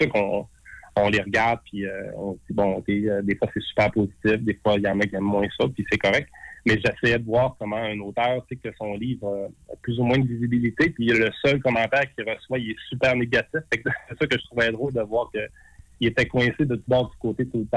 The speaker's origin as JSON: {"language": "French", "town": "Saguenay", "region": "Quebec", "country": "Canada", "tie": "born or raised there"}